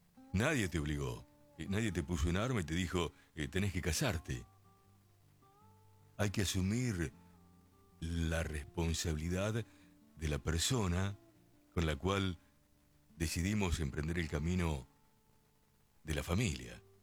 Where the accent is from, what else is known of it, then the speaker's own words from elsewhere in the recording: Lincoln, Buenos Aires Province, Argentina; Yo cuando salí de mi ciudad de Lincoln, ella que está escuchando allí el amigo Carlitos, Mi viejo me dijo, mirá, te voy a desear lo mejor, ya que te vayas a la ciudad de Buenos Aires, son 320 kilómetros de Lincoln a esta capital